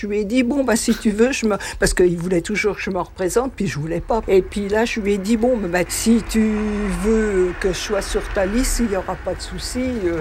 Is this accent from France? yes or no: yes; Île-de-France, France; je suis née à Pucé. Dans cette maison, ouais, de l'impasse des Tilleuls, en 48.